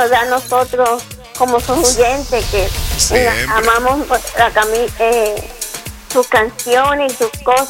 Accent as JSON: {"language": "Spanish", "country": "Puerto Rico", "said": "Soy de Puerto Rico."}